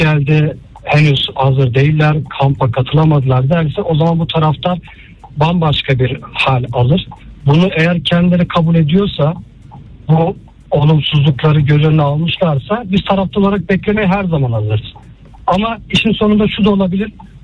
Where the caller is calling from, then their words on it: Istanbul, Turkey; ben İstanbul'dan.